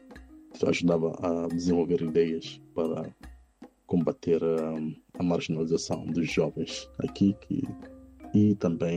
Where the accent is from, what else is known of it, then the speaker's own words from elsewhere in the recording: Mozambique; moved away as an adult; now in Netherlands; do mundo de onde eu venho, Moçambique